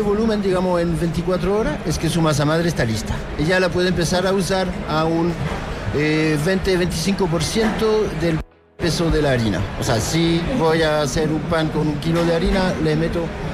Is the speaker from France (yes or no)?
yes; France; Spanish is a second language; now in Chile